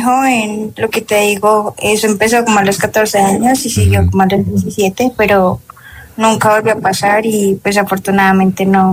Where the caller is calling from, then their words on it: Belén, Boyacá, Colombia; yo vivo en Belén Y entonces vivía como en una casa muy grande, cerca de una ventana. Y tenía aproximadamente 14, 15 años.